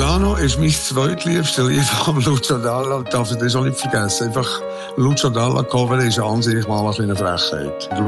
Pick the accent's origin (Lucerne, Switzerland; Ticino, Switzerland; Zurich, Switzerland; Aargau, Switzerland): Ticino, Switzerland; Ich bin in Tessin aufgewachsen, bin im Locarnese aufgewachsen.